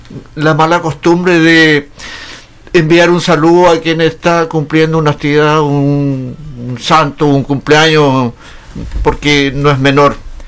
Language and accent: Spanish; Hornopirén, Los Lagos, Chile; born there; moved away; cuando volví definitivamente a radicarme a mi pueblo